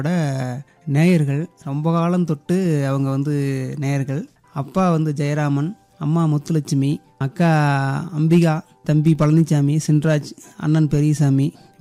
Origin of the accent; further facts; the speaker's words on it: Nadupatti, Tamil Nadu, India; சேலம் மாவட்டம் வாழப்பாடி வட்டம் நடுப்பட்டிங்கிற கிராமம் என்னுடைய சொந்த ஊர்.